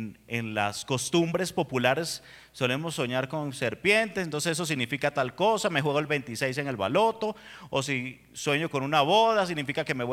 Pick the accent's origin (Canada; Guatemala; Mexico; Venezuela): Venezuela; moved away as an adult; now in Colombia; yo soy venezolano, resumen para los que no me conocían, cuando llegué a Colombia hace 8 años, yo, ¿qué hago en este país? ¿Para qué llegué a este país? Yo no quiero estar aquí, yo quiero estar en mi país aún así de mal como está.